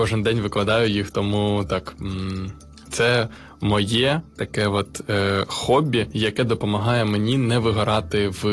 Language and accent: Ukrainian; Dnipro, Dnipropetrovsk Oblast, Ukraine; я сам з Дніпра